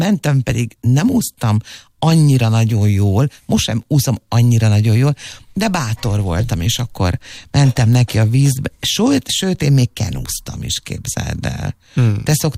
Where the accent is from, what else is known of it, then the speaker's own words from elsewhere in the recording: Nagykőrös, Pest, Hungary; born there; amikor fiatal voltam, én Nagykörösön laktam